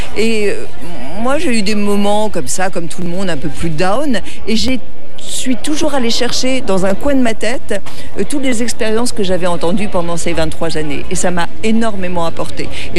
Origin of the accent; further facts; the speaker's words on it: Brittany, France; je ne suis pas une méditerranéenne non plus, je suis bretonne, donc avec une forme de réserve